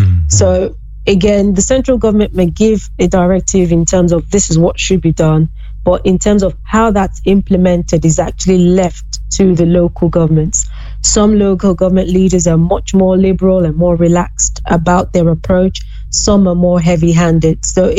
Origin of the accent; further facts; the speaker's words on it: Western Nigeria, Nigeria; I grew up in the western part of the country, which was relatively peaceful and safe.